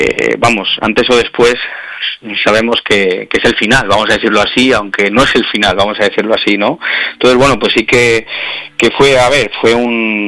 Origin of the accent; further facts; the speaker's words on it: Spain; accent: Spanish; yo soy español, o sea, yo tengo un acento español